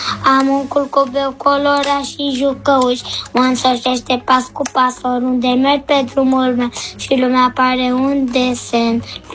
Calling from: Bucharest, Romania; din București. Am 5 ani.

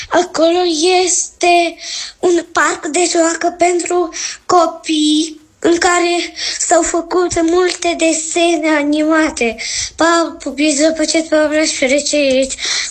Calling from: Ploiești, Prahova, Romania; din Ploiești. Am 8 ani

